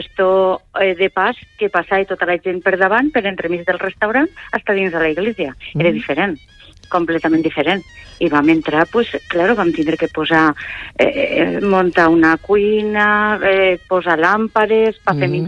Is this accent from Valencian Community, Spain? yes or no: yes; Morella, Valencian Community, Spain; jo soc de Morella, i jo treballava a Morella ja en restaurant.